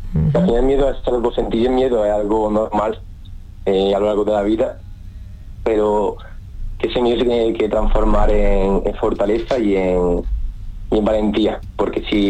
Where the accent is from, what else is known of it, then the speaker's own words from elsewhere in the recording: Seville, Andalusia, Spain; de Andalucía, de mi tierra, de Sevilla